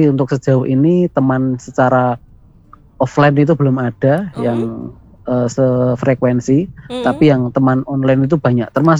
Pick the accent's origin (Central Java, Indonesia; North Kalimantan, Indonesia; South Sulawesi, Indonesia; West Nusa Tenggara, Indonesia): Central Java, Indonesia; Boyolali; Karena saya itu dari Boyolali Utara ke kota, ke pusat kota itu 1,5 jam perjalanan.